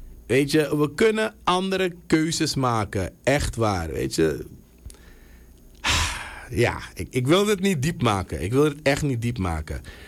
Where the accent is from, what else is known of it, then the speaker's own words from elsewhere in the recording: Suriname; als Surinamers